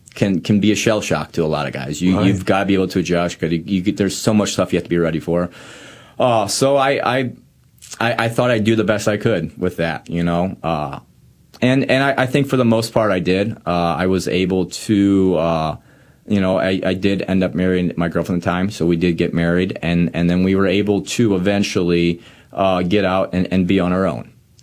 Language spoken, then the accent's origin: English; Ferguson, Missouri, United States; born there; Catholic. Cradle Catholic is what you would say. I actually started out in the, I'm from Ferguson. My parents are both Ferguson, Missouri. So we grew up at a parish that I still call it. It was called St. John and James.